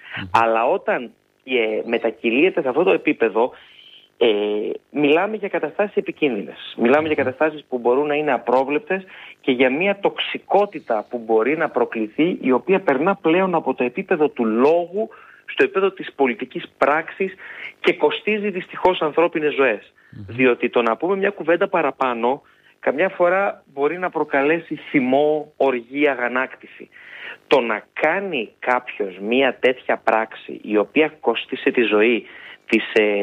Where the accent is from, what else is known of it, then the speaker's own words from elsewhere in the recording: Northern Greece, Greece; επειδή είμαι Βορειοελλαδίτης